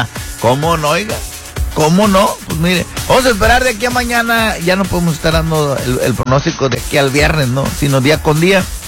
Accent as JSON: {"language": "Spanish", "town": "Culiacán", "region": "Sinaloa", "country": "Mexico", "said": "No soy de la Cruz de Mota, no soy de la Cruz de Lota, yo soy de Culiacán. La ranchería, nosotros aún está en los límites de Culiacán."}